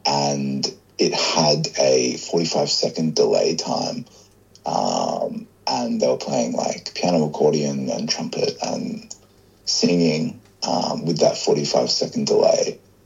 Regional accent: Australia; I'm here, you know, as a visitor, an outsider, and also as an Australian.

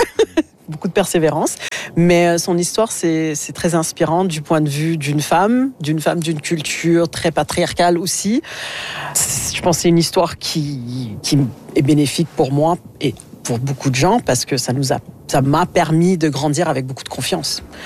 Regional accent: Quebec, Canada; moved away; J'étais québécoise, je m'identifiais comme une québécoise quand j'étais plus jeune parce que j'ai grandi au Québec, ça s'entend plus.

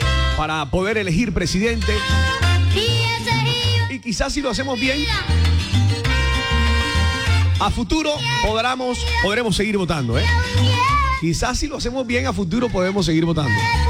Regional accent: Colombia; Me encanta que los colombianos estemos defendiendo a Colombia con nuestra camiseta puesta

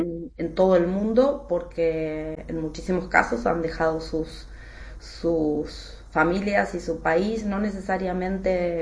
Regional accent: Argentina; cada vez que pasa algo que efectivamente nos hace como decimos, yo soy argentina, nos revuelve las tripas esas noticias

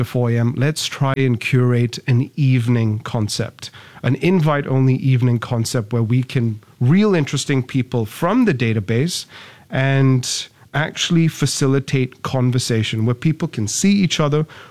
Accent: Singapore; I'm born and raised in Singapore.

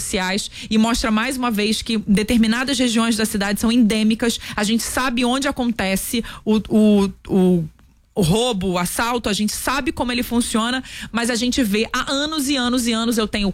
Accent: Rio de Janeiro, Brazil; Vou rápido pra minha região, Engenho Novo, zona norte do Rio de Janeiro. Porque eu sou moradora do Meier, mas sou nascida e criada no Engenho Novo.

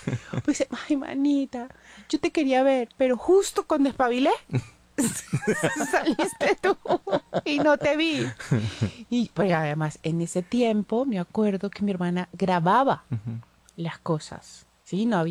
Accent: Valencia, Carabobo, Venezuela; yo soy de Valencia

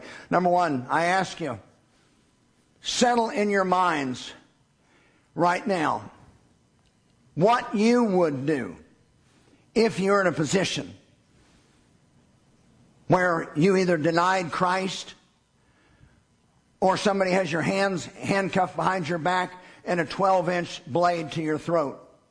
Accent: United States; as an American and as a patriot

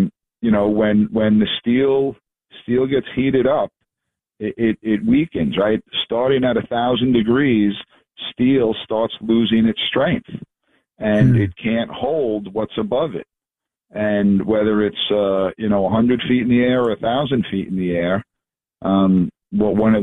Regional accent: New York, United States; growing up in New York

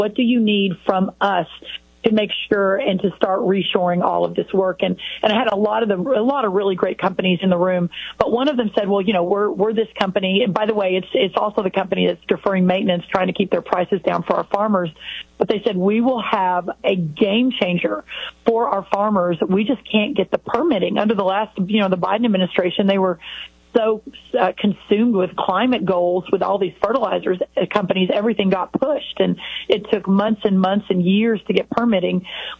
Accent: Texas, United States; and I'm from Texas, so for your southern listeners

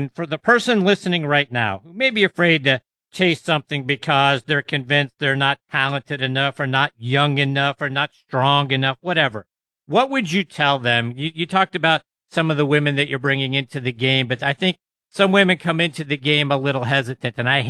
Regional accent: Pittsburgh, Pennsylvania, United States; But you know me, I'm from Pittsburgh. I'm a Penguins fan.

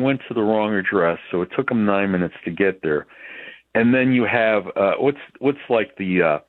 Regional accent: New York City, New York, United States; born there; I was born in Flushing, New York, and I got up on Google Maps 3.5 miles from where Donald Trump was born and spent his childhood. I think it's Jamaica Hills or something like that.

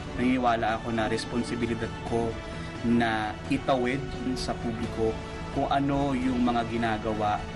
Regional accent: Cavite, Calabarzon, Philippines; Lumaki ako sa Cavite

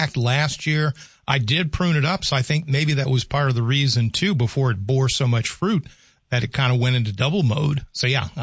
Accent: the South, United States; I'm from the South as well. Virginia, North Carolina gas stations, you could get hot soup.

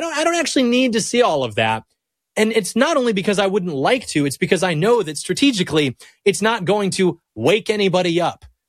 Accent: United States; I'm an American.

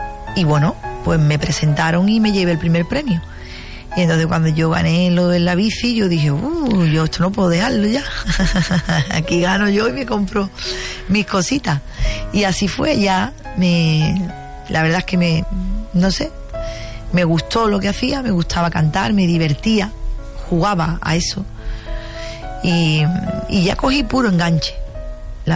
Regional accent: Cádiz, Andalusia, Spain; en mi tierra, en Cádiz

